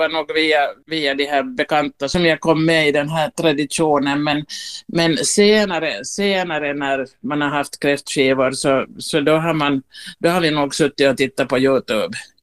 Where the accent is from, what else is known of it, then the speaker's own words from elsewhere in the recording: Vaasa, Ostrobothnia, Finland; Jag är ju hemma från Vasa